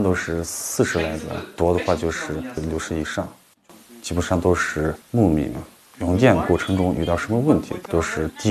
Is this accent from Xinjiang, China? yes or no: yes; Xinjiang, China; also born or lived in Nanjing; 我就是咱们这个乡人，土生土长的本地人，柯尔克孜族。大学的话在南京鹤海大学，大学毕业之后回到柯州申请到这个供电所。